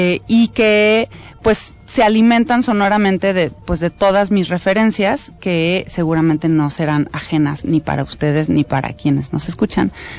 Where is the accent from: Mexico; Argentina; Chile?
Mexico; Guadalajara, Jalisco; now in Mexico City, Mexico; El sitio, a pesar de que yo soy de Guadalajara, el sitio donde empecé a componer fue aquí en la Ciudad de México.